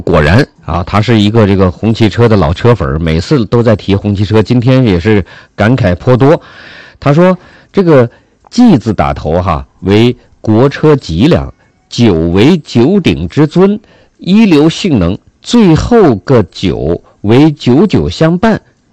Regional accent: Hainan, China; 我们海南人每天都在大展宏图啊

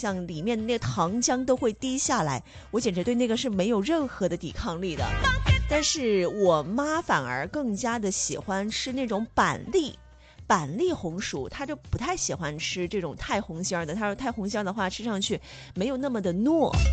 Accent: Guizhou, China; now in Haikou, China; 我们家乡贵州

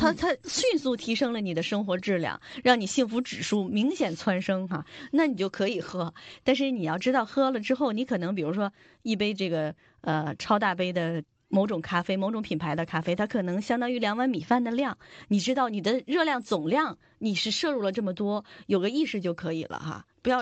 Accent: China

